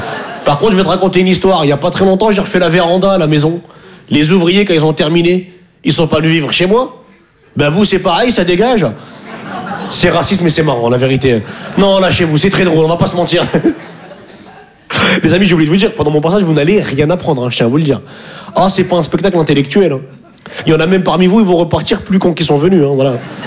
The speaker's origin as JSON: {"language": "French", "region": "Hauts-de-France", "country": "France", "said": "Moi, je suis un ch'ti. Je viens du nord de la France."}